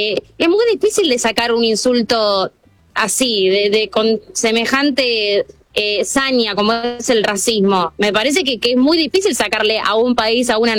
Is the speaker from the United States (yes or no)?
no; Argentina